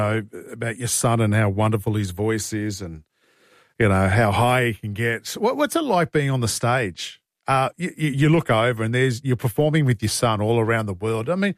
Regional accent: Australia; growing up in Australia in the 60s and the 70s

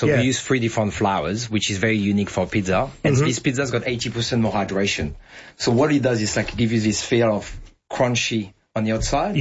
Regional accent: France; accent: French; moved away as an adult; now in Australia; Born and raised in France, Spanish background. Moved to Australia probably 15 years ago.

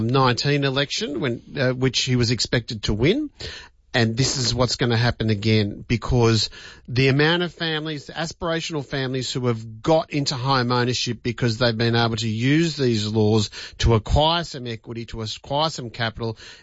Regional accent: New South Wales, Australia; I can tell you, growing up in Western Sydney, how many friends of ours in their 20s either stayed at home or rented something very modest

